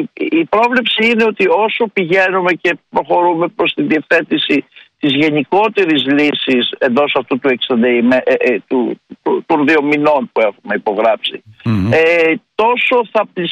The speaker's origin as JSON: {"language": "Greek", "country": "Greece", "said": "σε αυτή τη στρατηγική διαπρέπουμε εμείς ως Έλληνες."}